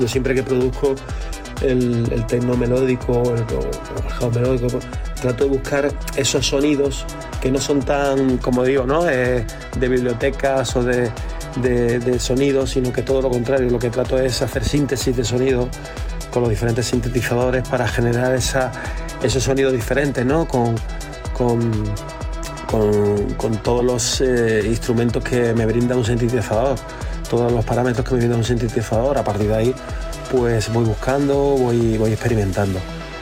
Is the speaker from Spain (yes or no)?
yes; Málaga, Andalusia, Spain; por haber sido también en Málaga, y por estar en mi tierra